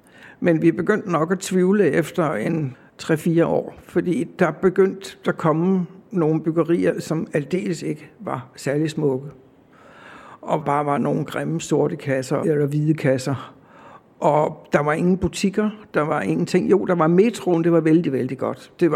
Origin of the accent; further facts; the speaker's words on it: Copenhagen, Capital Region of Denmark, Denmark; now in Amager, Denmark; Jeg er født og opvokset i København.